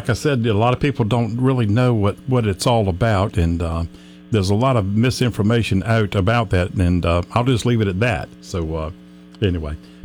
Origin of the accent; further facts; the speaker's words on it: Norfolk, Virginia, United States; From Norfolk.